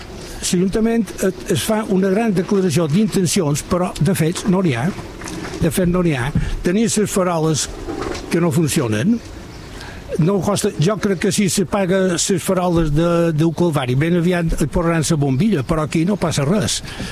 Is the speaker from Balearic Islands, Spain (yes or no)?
yes; Inca, Balearic Islands, Spain; born there; moved away as an adult; now in Cala Sant Vicenç, Spain; Jo som d'Inca, jo vaig néixer a Inca, però som Sant Vicenter de vocació.